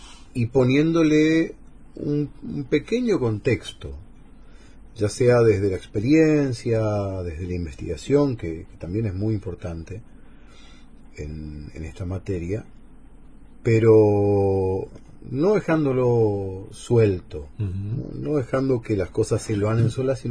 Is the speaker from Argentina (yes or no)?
yes; Corrientes, Argentina; born there; No nacimos accidentalmente en Corrientes, sino que tuvimos la suerte de haber nacido en Corrientes.